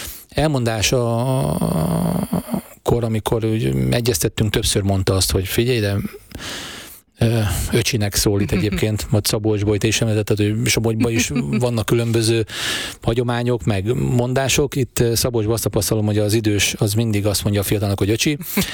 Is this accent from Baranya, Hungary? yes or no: yes; Pécs, Baranya, Hungary; moved away as an adult; now in Nyíregyháza, Hungary; én pécsi vagyok